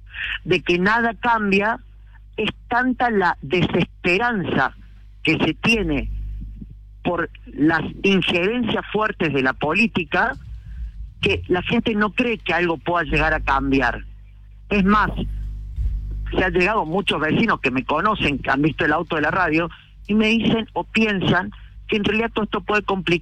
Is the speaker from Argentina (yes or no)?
yes; Córdoba, Argentina; Sí, la conmoción, el asombro, y yo que soy de acá